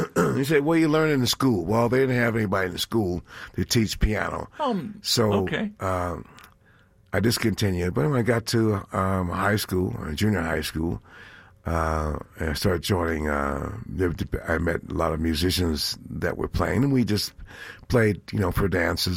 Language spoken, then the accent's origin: English; San Francisco, California, United States; also born or lived in Spokane / New Orleans; Spokane, yes. Well, I was born in Spokane. A year and a half, we stayed there and went back to New Orleans, where our mother was from. Until I was about five, and then we moved to San Francisco, where my father was discharged from the Army.